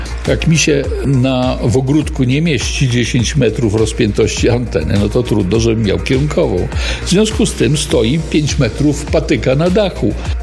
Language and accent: Polish; Biała Podlaska, Lublin Voivodeship, Poland; znalazł, że my z Białej Podlaski, ze mną się skontaktował